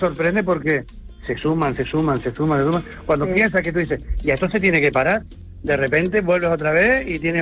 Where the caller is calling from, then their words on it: Valle de Guerra, Canary Islands, Spain; Somos de Valle Guerra.